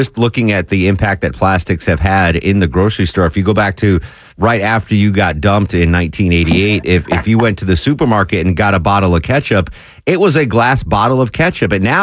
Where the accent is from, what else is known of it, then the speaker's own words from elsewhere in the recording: Connecticut, United States; I grew up in Connecticut